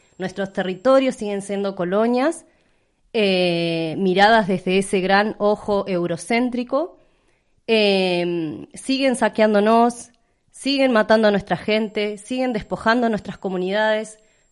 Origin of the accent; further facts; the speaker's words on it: Argentina; Les decía que … soy del pueblo mapuche, vengo de Puel Mapu, de Argentina.